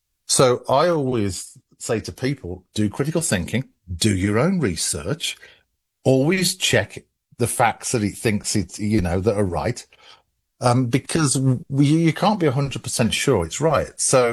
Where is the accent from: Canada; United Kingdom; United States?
United Kingdom; England; accent: English; it doesn't understand my English accent